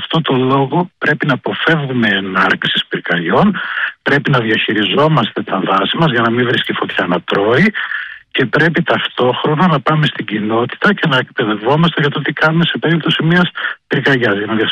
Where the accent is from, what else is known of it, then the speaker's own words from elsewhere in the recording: Central Macedonia, Greece; κατάγομαι από Χαλκιδική, γνωρίζω τη συγκεκριμένη περιοχή.